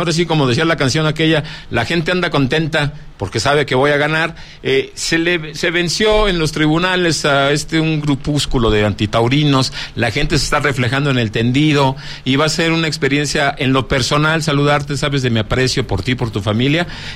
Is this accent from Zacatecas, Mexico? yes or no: yes; Zacatecas, Mexico; hablando de mi tierra, gracias por estar en mi tierra, Zacatecas